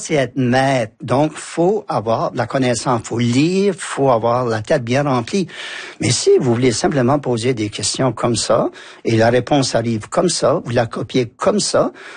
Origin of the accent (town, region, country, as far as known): Acadia, Canada; also born or lived in Paris